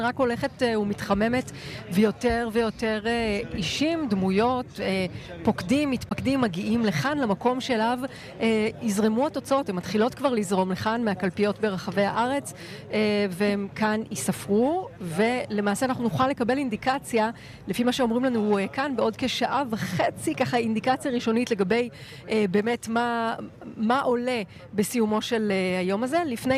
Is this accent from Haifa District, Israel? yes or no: no; Ramat Gan, Tel Aviv District, Israel; בתור ילדה שגדלה ברמת גן כאן ליד